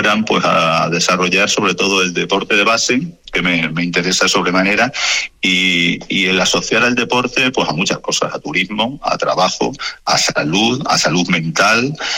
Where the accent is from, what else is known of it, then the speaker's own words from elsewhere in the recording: Cáceres, Extremadura, Spain; pues la verdad es que es una recompensa especial, porque yo soy un cacereño.